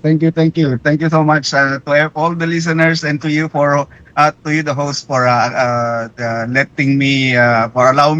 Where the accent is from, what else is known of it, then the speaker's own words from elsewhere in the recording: Cagayan Valley, Philippines; now in Metro Manila, Philippines; ako ho ay tubong Cagayan Valley. Although hindi ako doon nag-practice, tubong Cagayan Valley ako.